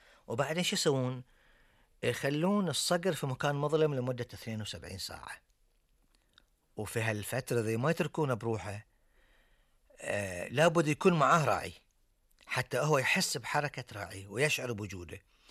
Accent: Bahrain; عندنا في البحرين

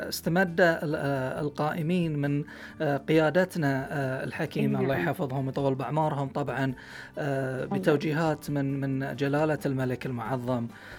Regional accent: Bahrain; لنا كبحرينيين

